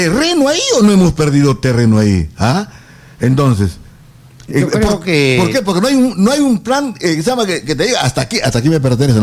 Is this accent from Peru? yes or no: yes; Lambayeque, Peru